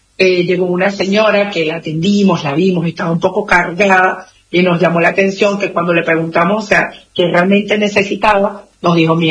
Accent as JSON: {"language": "Spanish", "country": "Venezuela"}